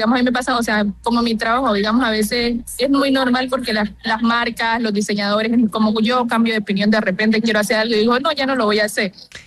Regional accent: Tumaco, Nariño, Colombia; moved away

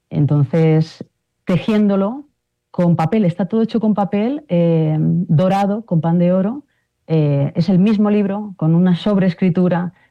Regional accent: Spain; soy española

